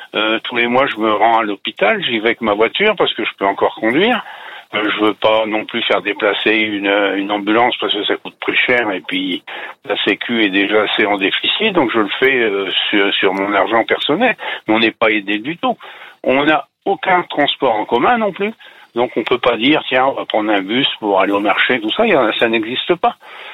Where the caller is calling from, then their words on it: Normandy, France; Une petite commune qui s'appelle Ménival, à côté du Tréport, en Seine-Maritime.